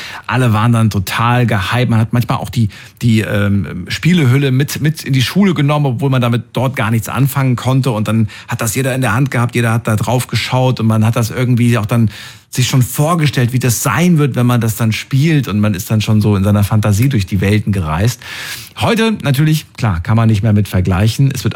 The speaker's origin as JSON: {"language": "German", "region": "Thuringia", "country": "Germany", "said": "weil ich auch aus Thüringen bin"}